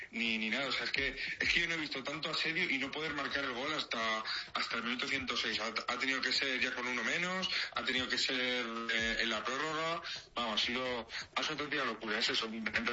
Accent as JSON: {"language": "Spanish", "country": "Spain", "said": "Mi Racing, mi equipo de aquí, de mi tierra, vuelve a primera división y mi país se vuelve a coronar campeón del mundo"}